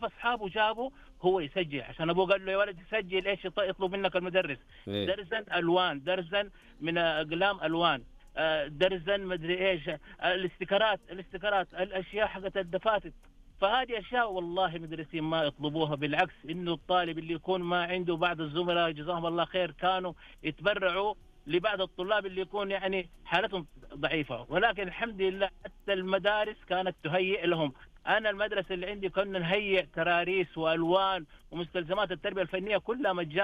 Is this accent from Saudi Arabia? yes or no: yes; Mecca, Makkah Province, Saudi Arabia